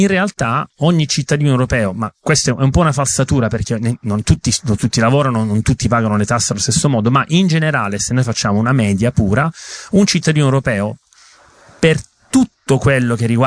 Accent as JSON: {"language": "Italian", "region": "Sicily", "country": "Italy", "accent": "Sicilian", "said": "scusate il mio accento siciliano"}